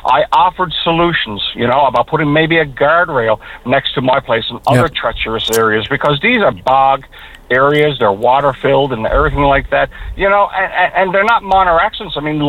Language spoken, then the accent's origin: English; Canada; The past 12 years have substantially lowered our standard of living as a Canadian